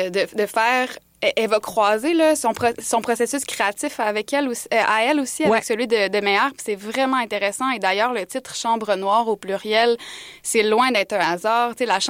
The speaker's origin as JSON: {"language": "French", "town": "Montreal", "region": "Quebec", "country": "Canada", "said": "chez nous à Montréal"}